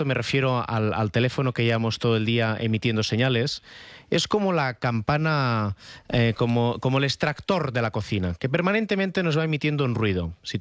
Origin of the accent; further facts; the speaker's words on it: Catalonia, Spain; aunque yo vengo del futuro, porque vengo de Cataluña y ya hemos pasado por procesos similares